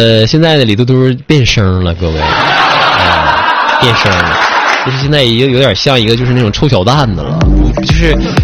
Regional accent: Northeast China, China; moved away as an adult; also born or lived in Beijing

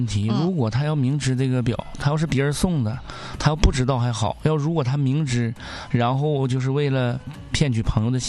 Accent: Northeast China, China; accent: Northeastern dialect

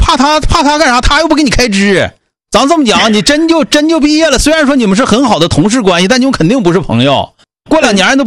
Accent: Northeast China, China; now in Shanghai, China; 这是咱们东北人本身来说就是一个特点，就是走到哪儿就是哪儿的人，不用害怕。

